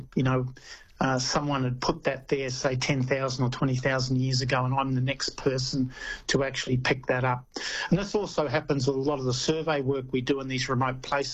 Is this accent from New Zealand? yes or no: yes; New Zealand; now in Australia; I'm from New Zealand originally, and my interest came, I come off a farm